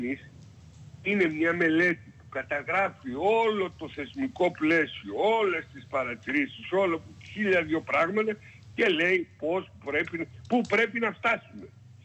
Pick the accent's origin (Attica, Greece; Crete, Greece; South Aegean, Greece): South Aegean, Greece; Apolakkia; now in Rhodes, Greece; για να πάω στο χωριό μου μέχρι τώρα ήταν 1 ώρα και 10 λεπτά, στην Απολακιά